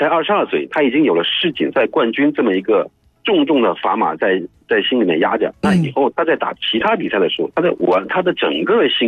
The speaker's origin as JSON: {"language": "Chinese", "country": "China", "said": "我们中国人打这个球绝对不比他们差，"}